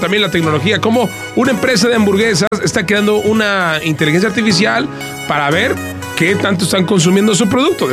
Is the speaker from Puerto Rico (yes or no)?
no; Mexico; now in United States